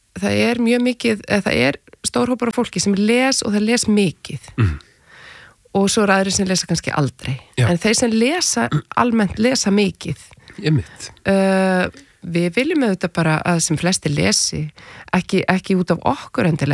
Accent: Reykjavík, Capital Region, Iceland; also born or lived in Spain / Copenhagen; Já, ég borgabarn, ég bara ólst upp í Vesturbænum.

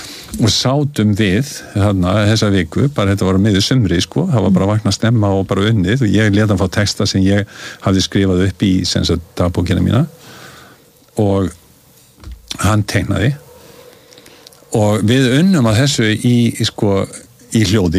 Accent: United States; ég kem frá Bandaríkjunum það sem debati var bara hluti af náminu

